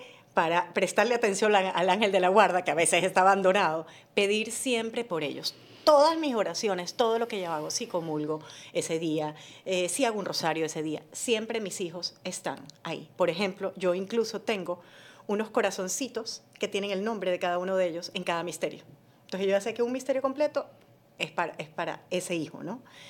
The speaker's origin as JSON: {"language": "Spanish", "country": "Ecuador", "moved": "as an adult", "lives_now": "Miami, United States", "said": "Yo soy ecuatoriana."}